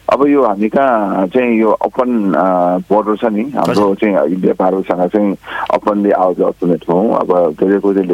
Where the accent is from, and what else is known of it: Khumbu, Koshi Province, Nepal; born there